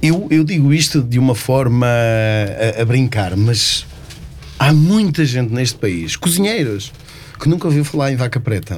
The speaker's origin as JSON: {"language": "Portuguese", "region": "Trás-os-Montes", "country": "Portugal", "said": "Eu sou de Trás-os-Montes."}